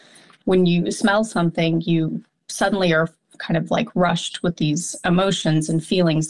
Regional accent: Colorado Springs, Colorado, United States; I grew up in Colorado Springs. Most of my adult life I've been in the Denver metro area.

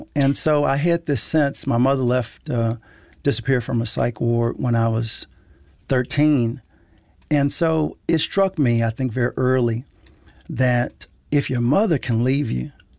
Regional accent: Dallas, Texas, United States; Well, I went to Texas. I went back to Texas. I went to Austin. I'm from Dallas.

